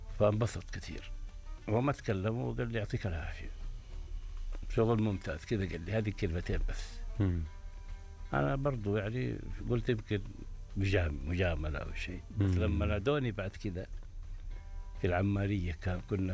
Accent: Hejaz, Saudi Arabia; احنا عندنا في الحجاز

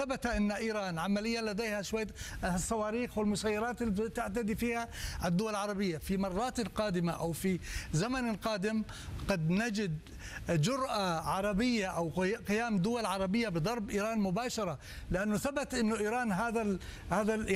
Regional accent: Jordan; لكن يعني هي اليوم أنا أقول لك كأردني، إيران بالنسبة لي عدو تماما

